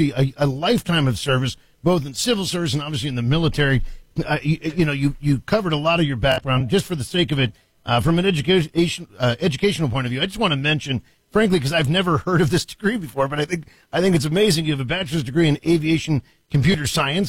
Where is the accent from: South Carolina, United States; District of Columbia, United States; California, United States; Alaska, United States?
District of Columbia, United States; Washington; I grew up in Washington, D.C. I'm a rare breed. I'm an actual native Washingtonian. I spent a lot of summertime in Delaware.